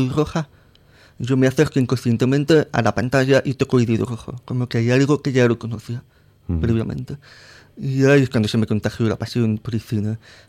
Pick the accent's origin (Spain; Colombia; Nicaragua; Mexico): Spain; Madrid, Community of Madrid; born there; Sí, Madrid riojano, sí, porque soy cuerpo madrileño, porque los papeles dicen que yo he nacido en Madrid, pero yo tengo toda mi sangre de familia de La Rioja, tanto en Santurce como en Santo Domingo y Logroño, entonces, claro, me siento más riojano que madrileño.